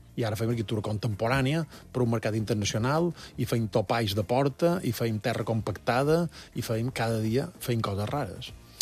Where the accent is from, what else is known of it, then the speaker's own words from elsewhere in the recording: Colònia de Sant Jordi, Balearic Islands, Spain; Sí, jo som de la Coloni, som de la Coloni, era de la Coloni, ara ja no sé exactament, no és el que era, però sí, la Coloni encara.